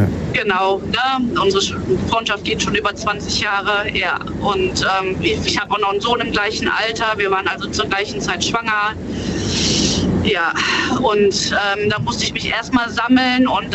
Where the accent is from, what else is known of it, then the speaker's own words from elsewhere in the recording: Hennef, North Rhine-Westphalia, Germany; Hennef. Ich komme aus Hennef.